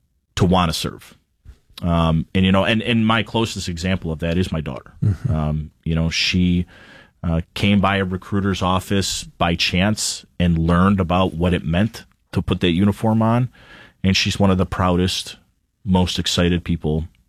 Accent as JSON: {"language": "English", "country": "United States"}